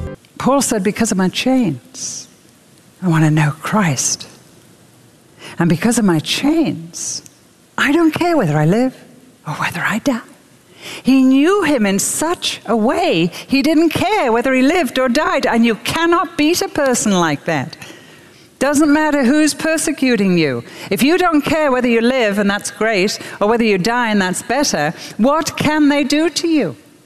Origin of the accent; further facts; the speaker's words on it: United Kingdom; I'm European. I'm British.